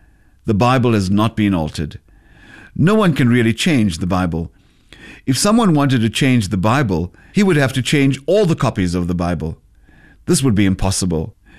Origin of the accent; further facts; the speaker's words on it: South Africa; If I leave the country, they call me a son of South Africa because I come from South Africa.